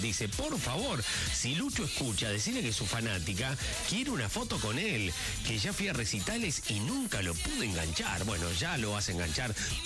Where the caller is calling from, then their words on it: Tabaí, Corrientes, Argentina; de Tabaí, en el interior de la provincia de Corrientes.